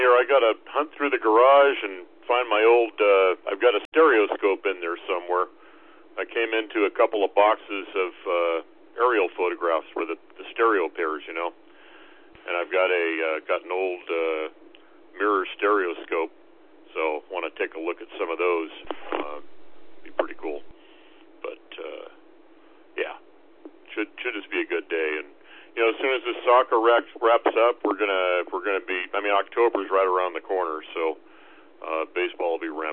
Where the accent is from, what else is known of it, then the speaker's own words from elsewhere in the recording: Burbank, California, United States; Well, I grew up in Burbank, and we went to a lot of Dodger games back in the 70s, 80s